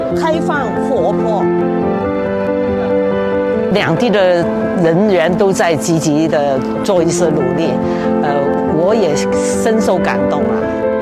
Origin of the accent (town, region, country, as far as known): Hong Kong